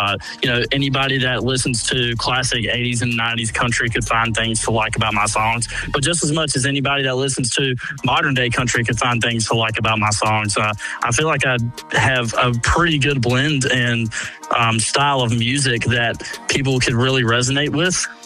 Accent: Wilson, North Carolina, United States; I'm 23 years old, and I'm from Wilson, North Carolina.

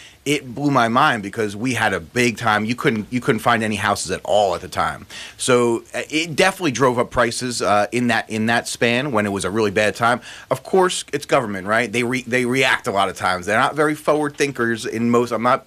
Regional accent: New York City, New York, United States; Growing up in the New York City area

